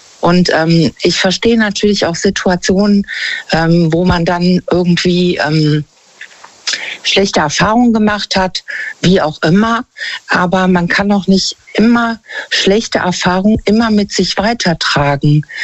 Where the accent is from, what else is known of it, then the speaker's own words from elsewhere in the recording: Bonn, North Rhine-Westphalia, Germany; Aus der Nähe von Bonn.